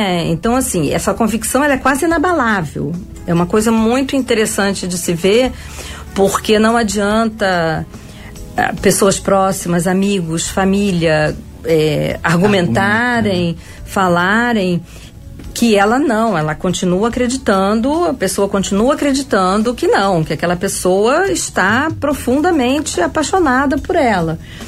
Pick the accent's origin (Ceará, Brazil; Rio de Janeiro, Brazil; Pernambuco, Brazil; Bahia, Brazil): Rio de Janeiro, Brazil; Sou formada aqui no Rio, sou carioca